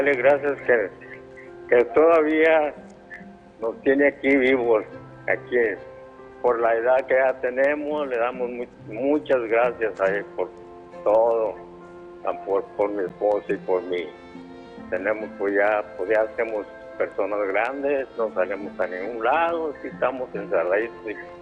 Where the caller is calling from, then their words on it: Nuevo Laredo, Tamaulipas, Mexico; de Nuevo Laredo.